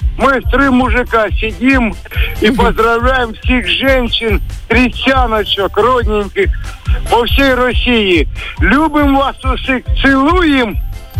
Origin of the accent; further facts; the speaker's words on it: Kushchyovskaya, Krasnodar Krai, Russia; accent: Cossack balachka (Kuban dialect); Я казак балакаю, все поймут.